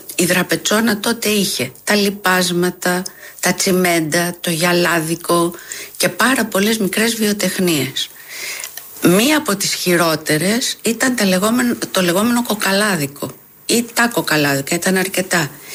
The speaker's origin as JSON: {"language": "Greek", "town": "Athens", "region": "Attica", "country": "Greece", "tie": "born there", "also_born_or_lived": "Alexandria, Egypt", "said": "Εγώ γεννήθηκα στην Αλεξάνδρεια, αλλά ήρθα 6 μηνών στην Κυψέλη, σε ένα σπίτι στη Λίμνου που τώρα λέγεται Λέλας Καραγιάννη."}